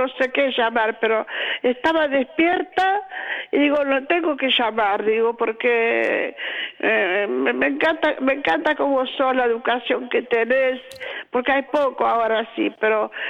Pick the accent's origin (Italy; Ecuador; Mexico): Italy; Spanish is a second language; now in Argentina; Soy italiana. Te digo algo. Soy italiana.